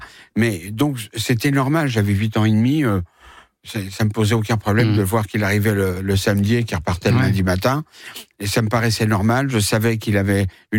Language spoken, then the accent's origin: French; Paris, Île-de-France, France; Et je suis né à Paris et j'ai été élevé seul au début par ma mère.